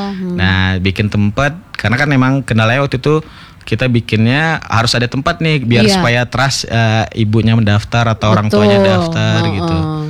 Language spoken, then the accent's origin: Indonesian; West Sumatra, Indonesia; now in Bandung, Indonesia; Aku orang Sumatera Barat, Ibu.